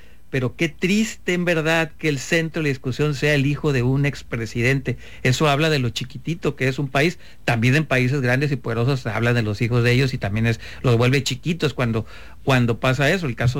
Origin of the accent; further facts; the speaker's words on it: Mexico; Eso ni me va a beneficiar ni perjudicar como mexicano, absolutamente nada.